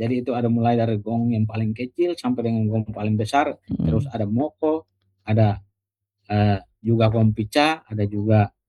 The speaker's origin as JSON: {"language": "Indonesian", "area": "Mataru", "region": "East Nusa Tenggara", "country": "Indonesia", "said": "kami orang Mataro"}